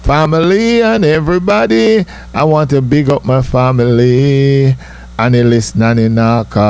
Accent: Saint Mary, Jamaica; But I'm a Jamaican little country boy, born and raised in a deep in St. Mary, one place named Killancally.

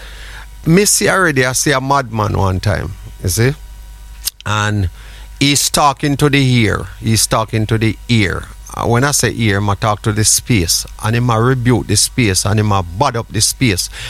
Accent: Jamaica; while growing up in Jamaica

